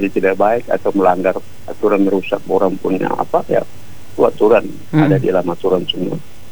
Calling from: Indonesia; di daerah saya, tempat tinggal saya, Kelurahan Murabeji.

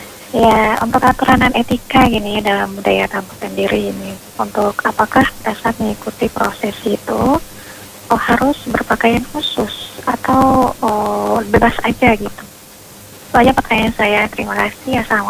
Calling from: Maluku, Indonesia; Iya, saya dari Maluku Tengah, ikutnya di Isya.

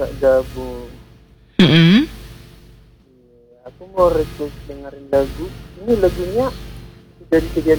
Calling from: North Sumatra, Indonesia; Oh ya, ini dari saya, dari Tapanuli.

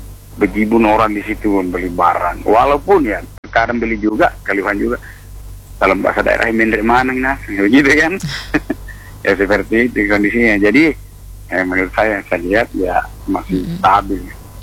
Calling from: Lembang, West Java, Indonesia

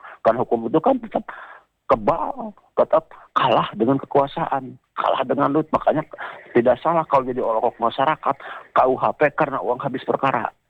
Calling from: Bandung, West Java, Indonesia; Saya dari Bandung Timur Pak nih

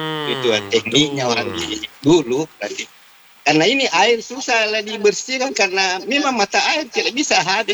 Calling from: Indonesia; dari Rapuk Kalung.

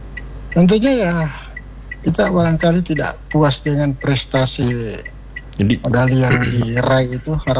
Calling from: Parepare, South Sulawesi, Indonesia; kita ini orang Parepare

